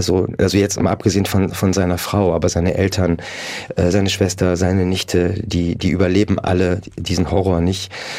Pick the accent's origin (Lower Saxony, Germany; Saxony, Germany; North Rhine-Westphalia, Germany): North Rhine-Westphalia, Germany; Mönchengladbach; now in Cologne, Germany; Ja, Köln ist meine Heimat. Genau, ich bin nicht gebürtiger Kölner, aber ich bin aus Mönchengladbach und ich lebe in Köln.